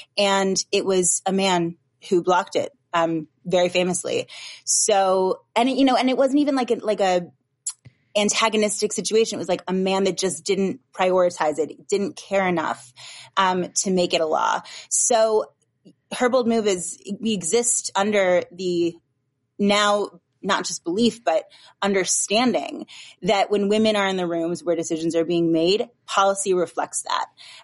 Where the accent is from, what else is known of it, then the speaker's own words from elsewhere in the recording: Michigan, United States; Michigan.